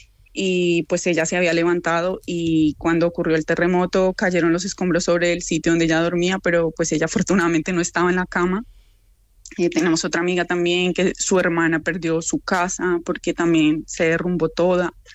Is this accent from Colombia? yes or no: yes; Bogotá, Colombia; now in Madrid, Spain; soy de Bogotá